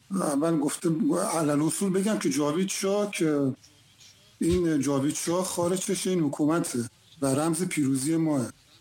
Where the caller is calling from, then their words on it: Abadan, Khuzestan, Iran; من از آبادانم خدمت شما